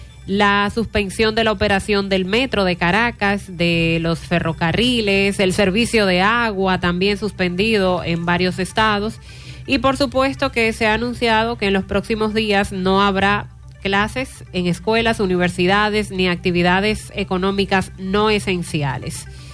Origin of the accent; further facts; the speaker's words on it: Dominican Republic; A nosotros como dominicanos nos duele bastante.